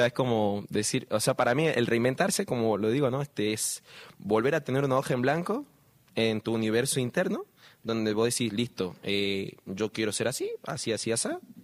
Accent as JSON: {"language": "Spanish", "region": "Jujuy", "country": "Argentina", "moved": "yes", "said": "bueno, a mí me costó mucho salir de Jujuy."}